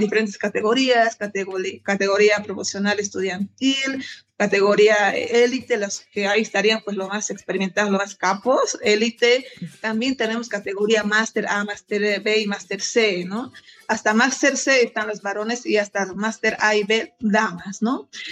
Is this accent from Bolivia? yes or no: yes; Bolivia; La última semana, como bolivianos que somos, siempre la última semana, última hora, sí, pues se inscriben, ¿no?